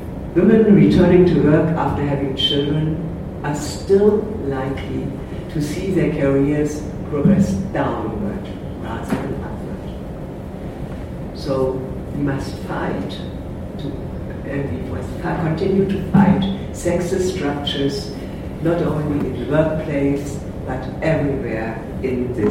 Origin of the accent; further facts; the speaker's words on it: Hamburg, Germany; in my hometown, in Germany, in Hamburg